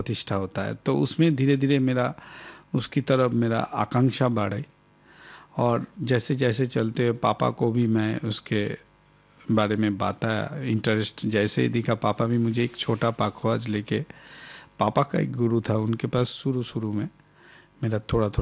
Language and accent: Hindi; Kolkata, West Bengal, India; born there; now in Chhattisgarh, India; मेरा जन्म कोलकाता में हुआ। कोलकाता एक सांगीतिक परिवार।